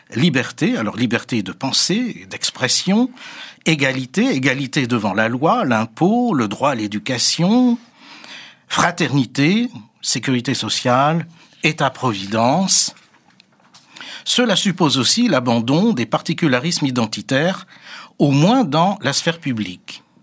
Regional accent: France; chez nous en France.

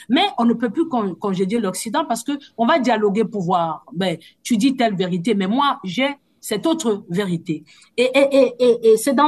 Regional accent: Cameroon; j'ai été dans le bureau de ce qu'on appelle chez nous au Cameroun le BENCINET

